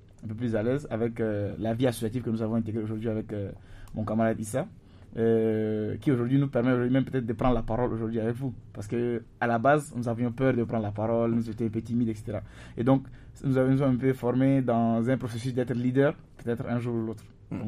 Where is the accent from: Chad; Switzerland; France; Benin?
Chad; moved away as an adult; moi je suis arrivé du Tchad, bien sûr je dois le préciser, fraîchement arrivé en première année.